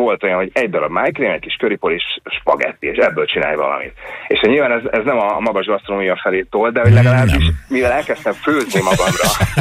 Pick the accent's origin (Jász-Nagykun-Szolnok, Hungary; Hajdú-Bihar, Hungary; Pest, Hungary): Hajdú-Bihar, Hungary; Debrecen; mert Debrecenben nőttem föl, valahogy nagyon messze volt minden víz